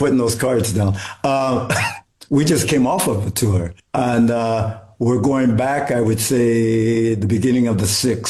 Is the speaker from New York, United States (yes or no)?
no; Los Angeles, California, United States; we grew up together in school, growing up in Compton, Harvest City, San Pedro, Watts, I mean, name it. That's where we grew up.